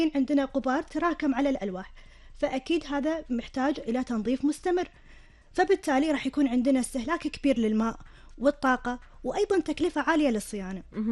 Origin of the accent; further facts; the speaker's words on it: Kuwait; عندنا في الكويت